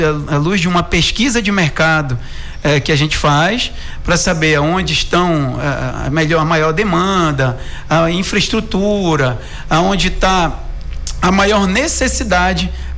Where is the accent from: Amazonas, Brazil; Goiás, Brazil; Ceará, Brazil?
Amazonas, Brazil; Manaus; nós que somos aqui de Manaus